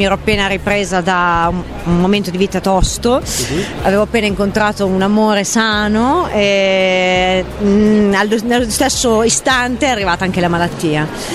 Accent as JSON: {"language": "Italian", "region": "Emilia-Romagna", "country": "Italy", "said": "E io sono emiliana"}